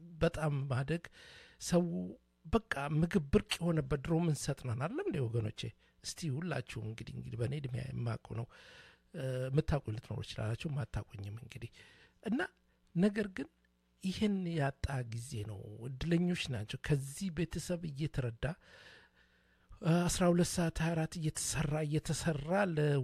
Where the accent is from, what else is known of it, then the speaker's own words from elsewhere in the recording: Dire Dawa, Ethiopia; ማንም ሰው እኔ ድሬዳዋ ተወልጄ ያደኩል ጊዜ ነው ማለት አይደለም